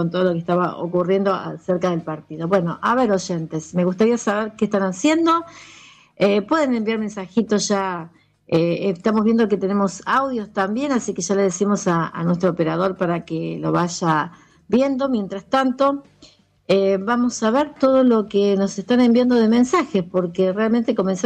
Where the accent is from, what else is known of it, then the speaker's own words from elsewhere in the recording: Argentina; somos argentinos